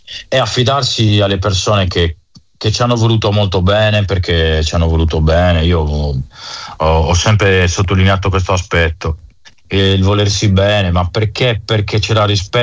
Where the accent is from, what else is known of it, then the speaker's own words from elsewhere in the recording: Sardinia, Italy; Noi dobbiamo essere orgogliosi come sardi